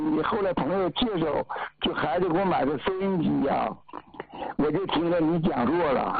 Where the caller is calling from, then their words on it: Jilin, China; 全心全意为我们吉林人呢